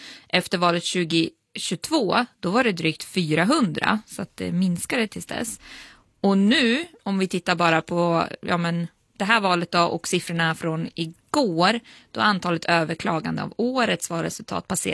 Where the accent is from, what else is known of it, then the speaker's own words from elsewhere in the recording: Ockelbo, Gävleborg County, Sweden; Ja, du behöver inte, jag kommer från Ockelbo, du behöver inte övertala mig, jag vet att det är fint.